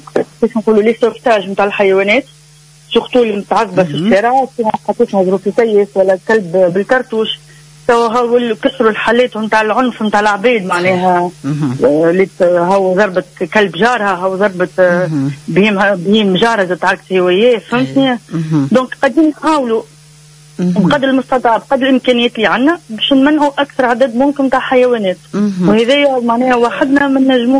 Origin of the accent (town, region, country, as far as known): Tunisia